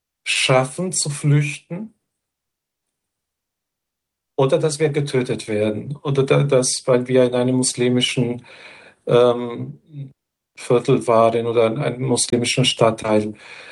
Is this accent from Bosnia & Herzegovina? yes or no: yes; Bosnia & Herzegovina; moved away; Und wenn ich mich an Bosnien, an meine Kindheit bis zu mei